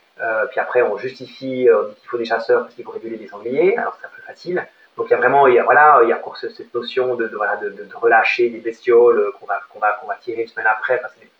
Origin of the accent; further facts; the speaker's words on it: Switzerland; en Suisse, on est plus sensible aux enjeux environnementaux